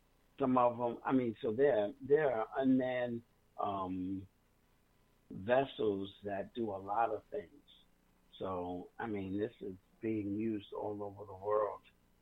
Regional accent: New York, United States; And because we hail, meaning we come from Harlem, New York, that is where our boat is registered to with the Coast Guard.

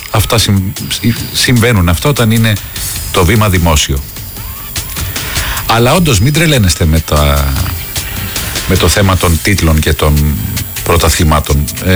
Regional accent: Athens, Attica, Greece; είμαι γέννημα Θρέμ Αθηναίος. Και μάλιστα δεύτερης γενιάς. Και η μητέρα μου είχε γεννηθεί Αθήνα.

